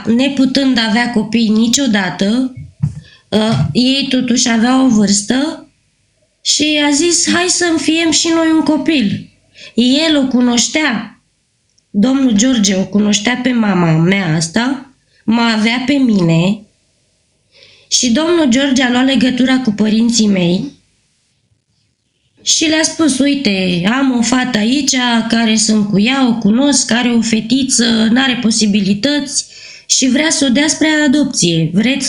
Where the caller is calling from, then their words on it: Dolj, Romania